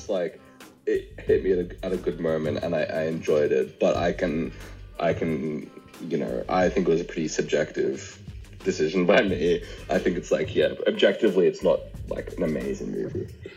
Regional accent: Australia; being Australian

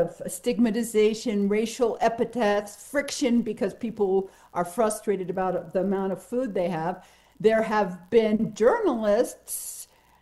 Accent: Virginia, United States; Well, first, I'd like to share my solidarity because I am also from Virginia.

